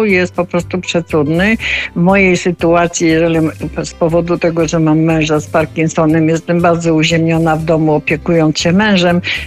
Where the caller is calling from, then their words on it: Warsaw, Masovian Voivodeship, Poland; Jestem z Warszawy